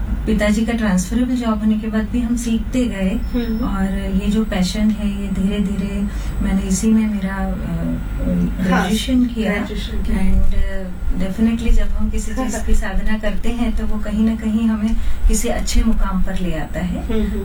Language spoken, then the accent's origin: Hindi; Madhya Pradesh, India; तो मुझे अच्छा लगता है कि मैं ऐसी नगरी से हूँ जहाँ से इतने बड़े बड़े आर्टिस्ट निकले हैं. सो मध्य प्रदेश जो है उसको तो भारत का हृदय कहा जाता है